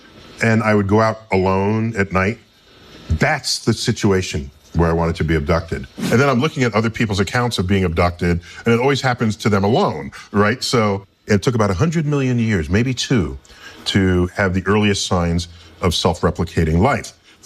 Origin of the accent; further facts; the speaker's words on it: New York City, New York, United States; And I grew up in the Bronx, so my first visit to the Hayden Planetarium, right here in Manhattan, when they dimmed the lights and the stars came out, I was like, wow.